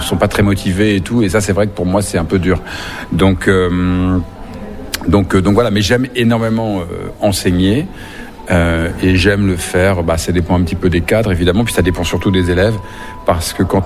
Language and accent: French; France; now in Romania; quand on vient de la France où la violence sociale est quand même très présente, qu'on le veuille ou non, même si c'est quand même un très grand pays, quand on arrive en Roumanie